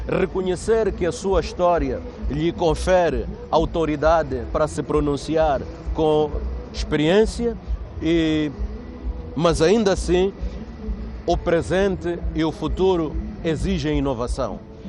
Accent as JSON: {"language": "Portuguese", "country": "Mozambique", "said": "contrariam os nossos valores enquanto moçambicanos"}